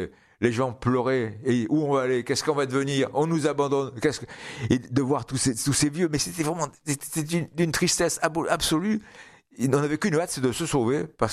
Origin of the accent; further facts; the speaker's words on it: Algiers, Algiers Province, Algeria; born there; je leur ai dit, je suis né à Alger.